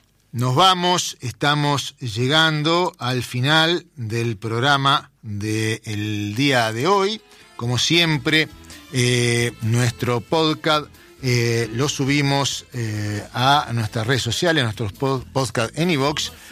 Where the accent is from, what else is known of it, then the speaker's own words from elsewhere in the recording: Lombardy, Italy; now in Uruguay; yo soy de la Lombardía también